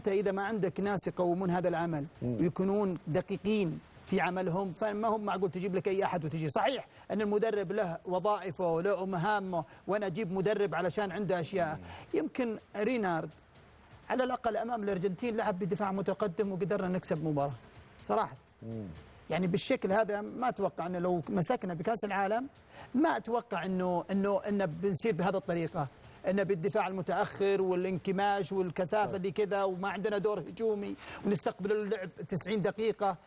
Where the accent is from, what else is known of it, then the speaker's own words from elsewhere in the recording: Saudi Arabia; إحنا كسعوديين نرضى بأي شيء